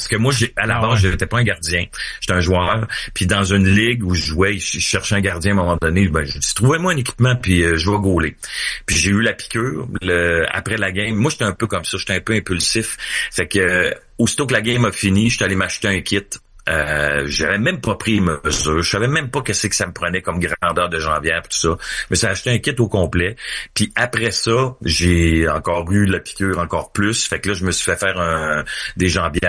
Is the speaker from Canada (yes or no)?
yes; Quebec City, Quebec, Canada; Puis moi j'étais tellement content, j'étais un gars de Québec, fait que j'étais partisan des Nordiques